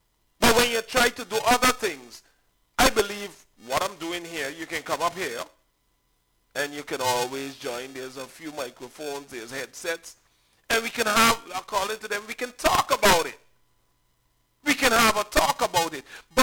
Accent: Sint Eustatius, Caribbean Netherlands; I come from Stacia.

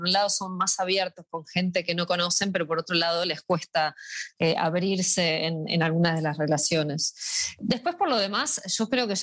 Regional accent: Buenos Aires, Argentina; also born or lived in Uruguay; Yo soy de Buenos Aires, pero tengo un acento medio raro porque viví muchos años en Uruguay

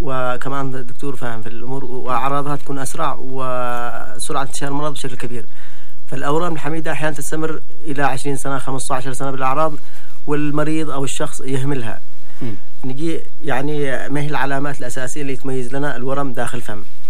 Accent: Yemen; احنا كمجتمع يمني

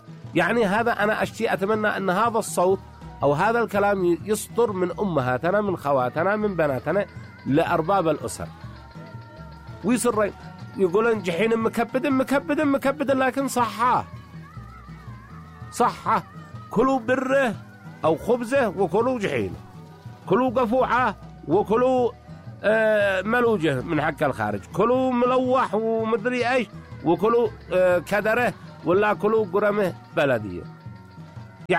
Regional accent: Yemen; أنا يمني وأفتخر بمنتجي الزراعي اليمني. أنا يمني وأستهلك محصول أرضي.

